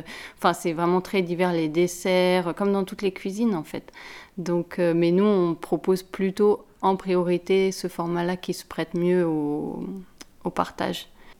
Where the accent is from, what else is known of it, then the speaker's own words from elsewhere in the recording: Lebanon; Je suis libanaise, mais je n'ai pas grandi ni vécu au Liban.